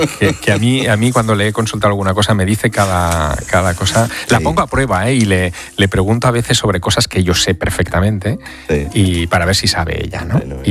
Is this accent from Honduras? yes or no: no; Teruel, Aragon, Spain; me lo vas a contar a mí, que soy de Teruel, que el territorio me lo conozco mucho y que sé la riqueza paleontológica que tiene Teruel.